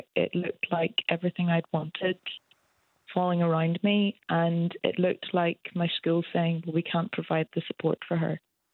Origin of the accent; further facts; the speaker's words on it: Northern Ireland, United Kingdom; I grew up in Northern Ireland.